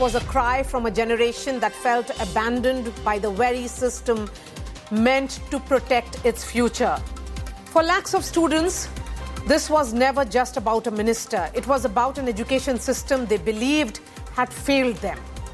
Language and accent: English; Bihar, India; in my home state of Bihar as well.